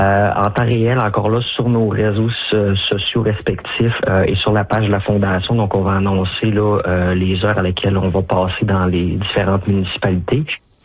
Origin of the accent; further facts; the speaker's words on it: Alma, Quebec, Canada; moved away as an adult; now in Quebec City, Canada; sur notre région administrative, sur notre ville natale, donc Alma.